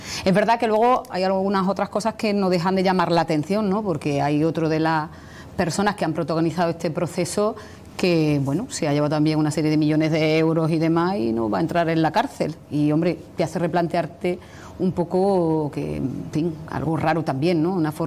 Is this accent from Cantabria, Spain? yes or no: no; Jaén, Andalusia, Spain; Bueno, yo soy de Jaén y hace muchísimo calor.